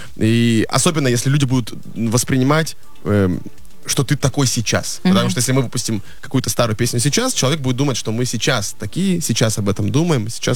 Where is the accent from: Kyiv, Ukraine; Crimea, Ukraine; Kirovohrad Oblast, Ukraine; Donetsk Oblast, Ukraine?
Donetsk Oblast, Ukraine; Kurakhove; moved away; это было в Курахово. В нашем родном городе.